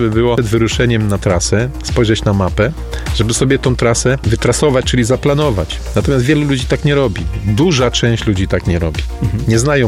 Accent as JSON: {"language": "Polish", "region": "Lower Silesian Voivodeship", "country": "Poland", "said": "u nas w Karkonoszach"}